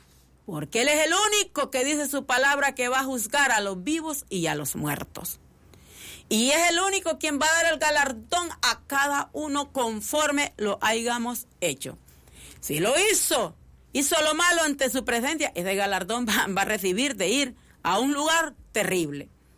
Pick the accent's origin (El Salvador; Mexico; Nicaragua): El Salvador